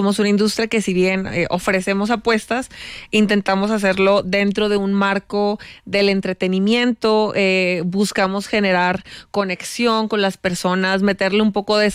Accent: Mexico; Como podrás ver, yo soy mexicana y también somos grandes apasionados por el deporte

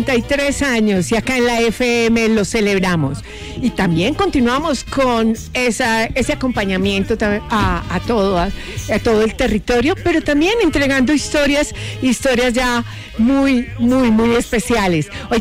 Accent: Antioquia, Colombia; Y me va a permitir decir algo porque yo soy

